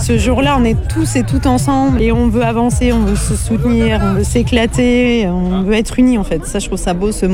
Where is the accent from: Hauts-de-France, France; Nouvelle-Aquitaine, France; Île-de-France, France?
Nouvelle-Aquitaine, France; Bussière-Galant; Je viens de Bussière-Galant.